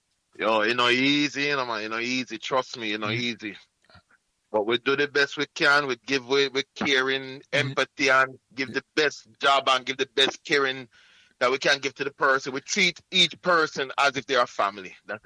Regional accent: Jamaica; moved away; I come from Jamaica.

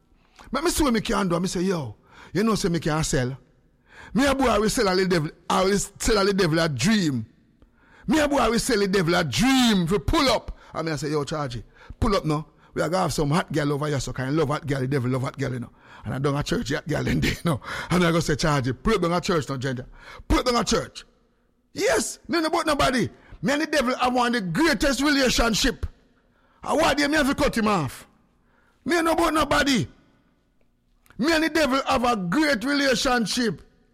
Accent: Jamaica; But honest, being a Jamaican, you have to have. And most Jamaican women give away one jacket somewhere down the road.

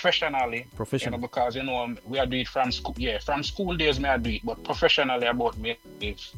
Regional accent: Saint Thomas, Jamaica; now in Brooklyn, United States; I'm from Jamaica, you know, I'm in Brooklyn right now, but I'm from...

